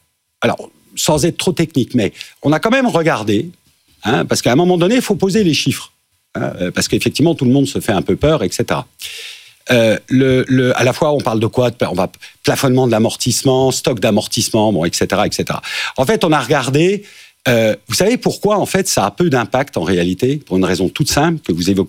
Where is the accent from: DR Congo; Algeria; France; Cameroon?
France; Nantes, Pays de la Loire; Moi, nous, on vient de Nantes.